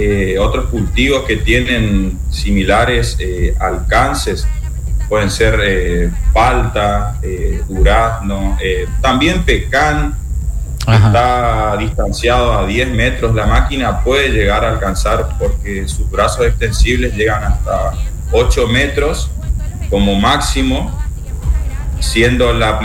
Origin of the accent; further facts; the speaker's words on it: Santa Lucía, Corrientes, Argentina; now in Resistencia, Argentina; Yo soy oriundo de Corrientes, Santa Lucía, pero bueno, estoy viviendo acá hace 10 años en Resistencia Chaco.